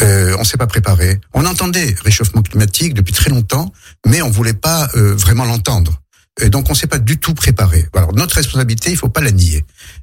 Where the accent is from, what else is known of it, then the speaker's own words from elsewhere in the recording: Algeria; now in France; Moi, quand je suis arrivé d'Algérie dans les années 70 en France, j'étais très heureux de découvrir les quatre saisons